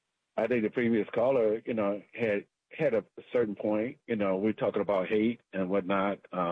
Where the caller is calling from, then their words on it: Brandywine, United States; I'm just calling from Brandywine.